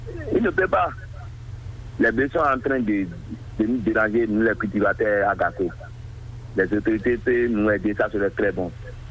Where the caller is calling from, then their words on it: Benin; depuis Gakoué.